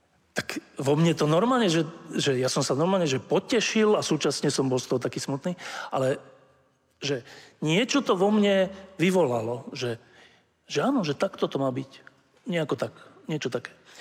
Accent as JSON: {"language": "Slovak", "town": "Bratislava", "region": "Bratislava Region", "country": "Slovakia", "tie": "born or raised there", "said": "Ja som vyrastal v Bratislave, v Petržalke, to je takéto sídlisko, 100-tisícové, samé paneláky."}